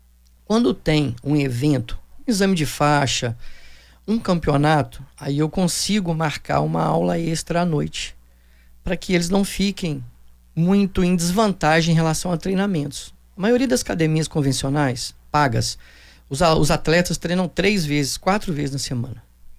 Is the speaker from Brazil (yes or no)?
yes; Juiz de Fora, Minas Gerais, Brazil; moved away as an adult; Eu e minha família somos naturais de Juiz de Fora. Estamos aqui desde 2009, né? Assim que eu formei e vim para cá.